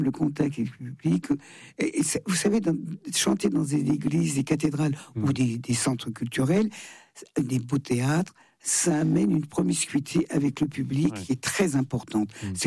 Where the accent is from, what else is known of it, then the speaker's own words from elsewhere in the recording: Thonon-les-Bains, Auvergne-Rhône-Alpes, France; le nord et un peu dans ma région, Rhône-Alpes. Je vais être à Annecy, je vais être à Thionon-les-Bains, ma ville natale, et Lons-le-Saunier.